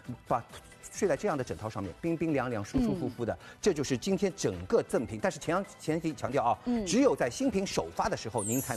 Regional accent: Shanghai, China

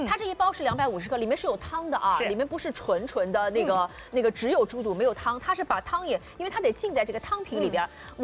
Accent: Jiangxi, China; 我是江西人

